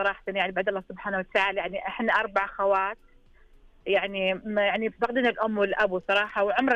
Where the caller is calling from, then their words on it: Saudi Arabia; وانا سعوديه